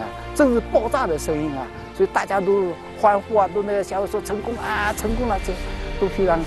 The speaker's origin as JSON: {"language": "Chinese", "country": "China", "said": "我们中国人啊，中国人长了志气"}